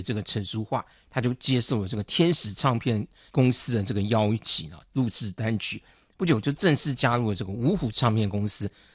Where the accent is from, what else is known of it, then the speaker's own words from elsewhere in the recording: Taiwan; 这也就是我们台湾人所谓的老三台。